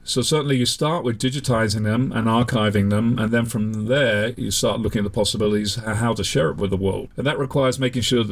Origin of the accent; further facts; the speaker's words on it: England, United Kingdom; moved away as an adult; now in United States; I was born in England, I grew up there, and I moved to the United States in my mid-20s.